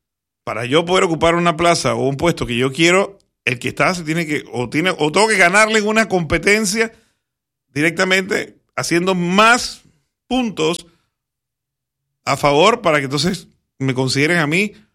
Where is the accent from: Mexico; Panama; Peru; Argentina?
Panama; entre nosotros mismos como panameños